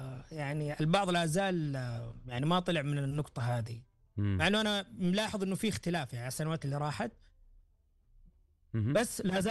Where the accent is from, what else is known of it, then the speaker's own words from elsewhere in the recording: Saudi Arabia; والان عندنا في السعودية